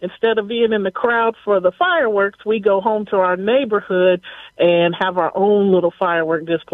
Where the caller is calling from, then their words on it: Southport, North Carolina, United States; I'm from Southport